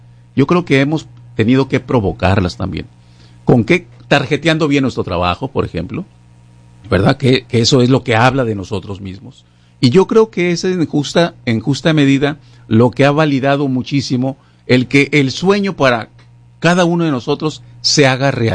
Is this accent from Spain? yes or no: no; Tijuana, Baja California, Mexico; moved away as an adult; now in United States; Yo soy nacido en Tijuana y viví toda mi vida, la mayor parte de mi vida, en la frontera.